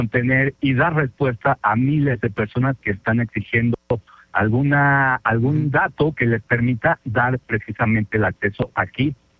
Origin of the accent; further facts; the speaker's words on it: Mexico; Como mexicano, pues bueno, pues que gane México.